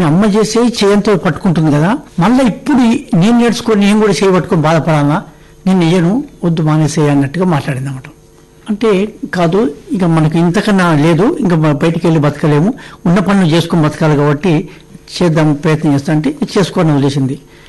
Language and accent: Telugu; Sharajipet, Telangana, India; born or raised there